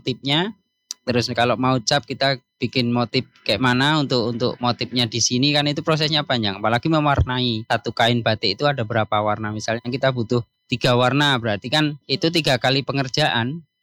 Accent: Yogyakarta, Special Region of Yogyakarta, Indonesia; now in Medan, Indonesia; Jadi kebetulan saya asli Jogja gitu kan Bu.

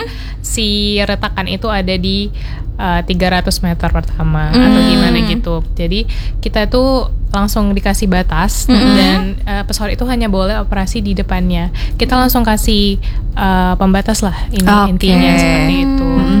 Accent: Medan, North Sumatra, Indonesia; moved away as an adult; now in Surabaya, Indonesia; aku tuh asal dari Medan, Sumatera Utara.

